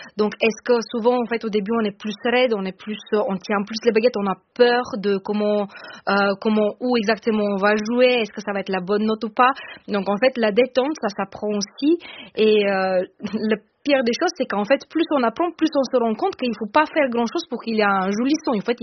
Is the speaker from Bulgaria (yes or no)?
yes; Bulgaria; French is a second language; now in France; quand je suis arrivée en France en 2004-2005, je n'avais pas encore un marimba 5 octaves, en fait, j'ai grandi en Bulgarie, dans une famille de musiciens